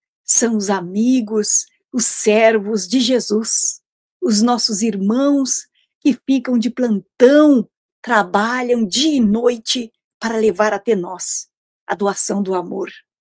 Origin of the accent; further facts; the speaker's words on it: Caieiras, São Paulo, Brazil; Bom dia, sou de Caieiras, São Paulo.